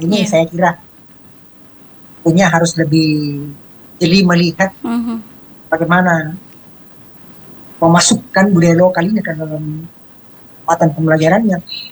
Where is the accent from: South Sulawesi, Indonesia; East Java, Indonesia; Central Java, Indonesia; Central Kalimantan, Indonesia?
South Sulawesi, Indonesia; dalam budaya kita orang Makassar itu seperti ini